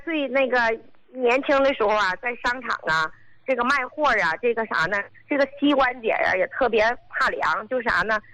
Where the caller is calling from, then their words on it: Qinhuangdao, Hebei, China; 我是秦皇岛的，